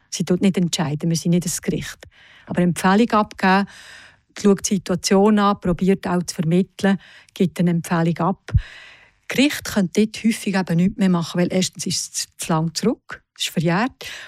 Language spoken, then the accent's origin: German; Aargau, Switzerland; born or raised there; also born or lived in Zug